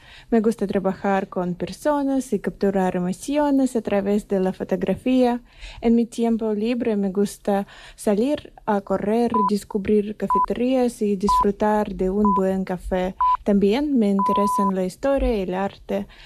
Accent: Russia; Spanish is a second language; moved away as an adult; now in Sant Cugat del Vallès, Spain; yo ya hace 3 años que vivo aquí en San Cugat, pero soy de Rusia. Vine de vacaciones, pero me gustó tanto que decidí quedarme.

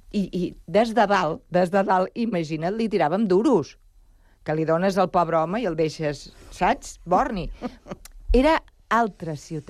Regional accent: Barcelona, Catalonia, Spain; Catalan is a second language; La meva infantesa, Barcelona, a l'Eixample, jo vaig aprendre català perquè els meus pares van dir allà on fueres, haz lo que vieres.

